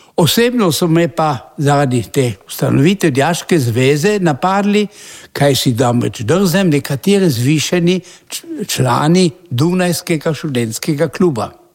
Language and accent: Slovenian; Škocjan, Carinthia, Austria; born there; accent: Rož dialect; also born or lived in Klagenfurt, Austria / Šmarjeta v Rožu, Austria; naša družina, mama s tremi otroki, smo pribežali iz bombardiranega Celovca v Šmarjetovo rožo na mamin dom. Tam sem se naučil slovenske rožanščine, čeprav me kot meščana tudi tam so skušali nekateri nagovarati po nemško, ker sem bil pač iz mesta. Leta 50 moja preselitev v Škocjan